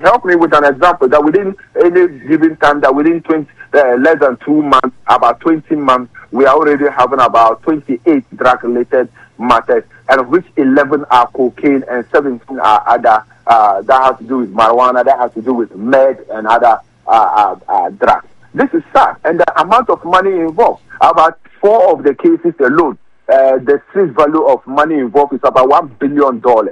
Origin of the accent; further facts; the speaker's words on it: Ghana; And I feel sad as a Ghanaian that our country now